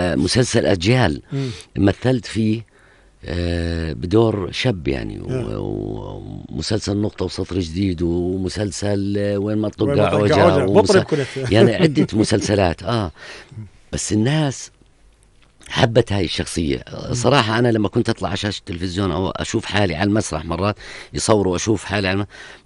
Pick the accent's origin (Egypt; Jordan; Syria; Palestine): Jordan; accent: Jordanian; انا ما بحكي هاي لهجتي الاردنيه البسيطه